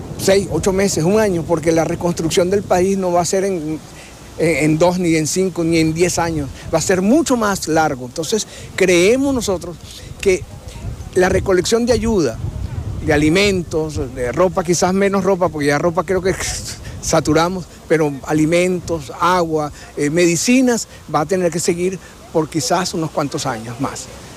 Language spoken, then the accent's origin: Spanish; Venezuela; now in Aruba; nosotros como venezolanos, fuera del país, fuera de Venezuela